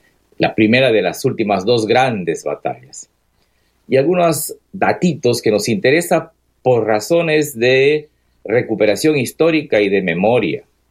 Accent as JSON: {"language": "Spanish", "country": "Peru", "said": "en el quechua de mi tierra, del centro del país"}